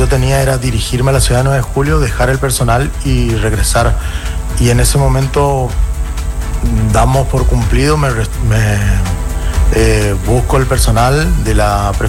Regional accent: Santa Lucía, Corrientes, Argentina; born there; now in Goya, Argentina; El 3 de mayo de 1984 en Santa Lucía, provincia de Corrientes.

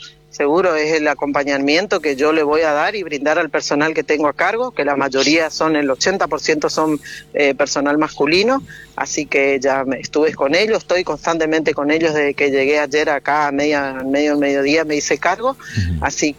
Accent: Bella Vista, Corrientes, Argentina; yo soy oriunda de Bellavista

